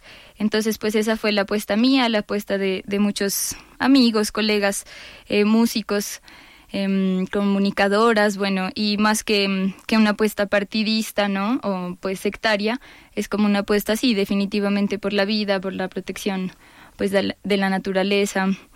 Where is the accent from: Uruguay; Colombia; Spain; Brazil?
Colombia; Pasto, Nariño; en mi pueblo, en Pasto y en Nariño